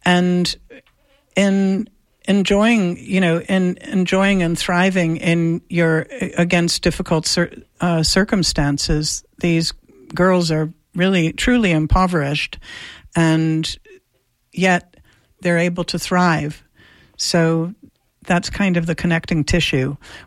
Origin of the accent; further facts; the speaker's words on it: New York, United States; now in Central Florida, United States; I'm a New Yorker, too.